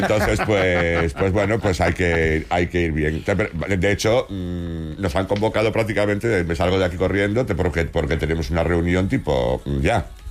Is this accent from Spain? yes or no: yes; Foz, Galicia, Spain; Pues fíjate que en mi pueblo, en Foz, tiene que haber hoy unos buenos enfrentamientos